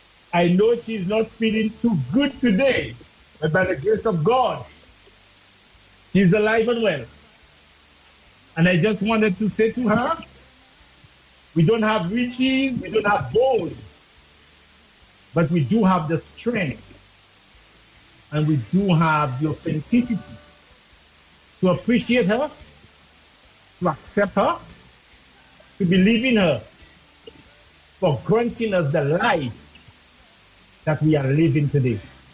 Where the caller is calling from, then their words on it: France; I'm calling from France.